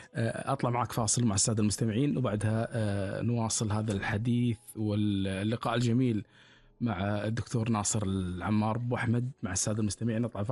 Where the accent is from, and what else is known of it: Kuwait